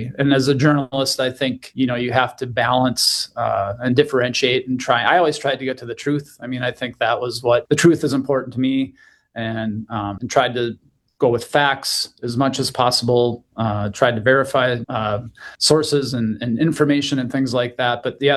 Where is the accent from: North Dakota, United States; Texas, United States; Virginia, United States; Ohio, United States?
North Dakota, United States; Bismarck; I think growing up in Bismarck, and then, you know, the old saying, you can't go home again